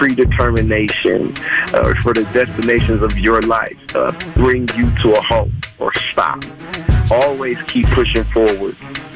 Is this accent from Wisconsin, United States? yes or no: yes; Milwaukee, Wisconsin, United States; Milwaukee is an incredible place. You know, it's, you know, known for building amazing people.